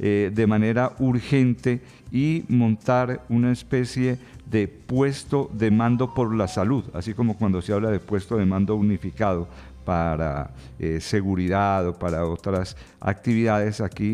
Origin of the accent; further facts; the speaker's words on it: Colombia; me interesa como colombiano, como ciudadano del común